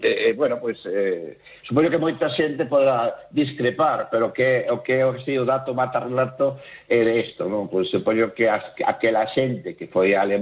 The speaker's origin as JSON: {"language": "Galician", "region": "Galicia", "country": "Spain", "said": "que tamén pode ser pues tamén unha boa lembranza para cando marchamos de Galicia pues espallamos esa cultura nosa por parte do mundo, ¿no?"}